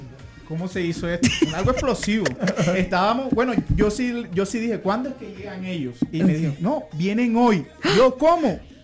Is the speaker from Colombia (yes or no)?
yes; Barranquilla, Atlántico, Colombia; Bueno, yo no soy de Cartagena como ellos. Ajá. Yo soy de Quillami. ¿Sabes dónde queda Quillami?